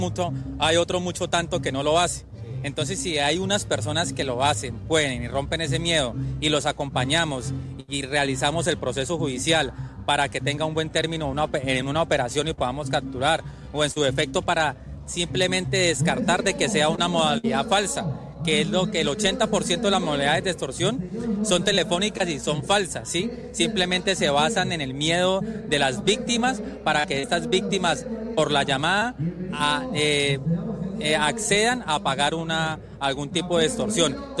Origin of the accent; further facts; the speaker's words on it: Cúcuta, Norte de Santander, Colombia; now in Villavicencio, Colombia; Yo soy de la ciudad de Cúcuta, norte de Santander, y actualmente vengo de estar trabajando en la capital, en el comando de Gaulas Militares.